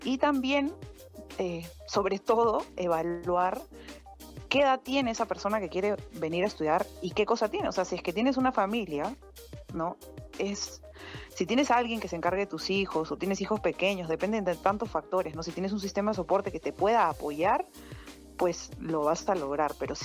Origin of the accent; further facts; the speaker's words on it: Peru; Y bueno, te hablo como mamá peruana, somos bastante fuertes, pero amorosas, cariñosas, versátiles.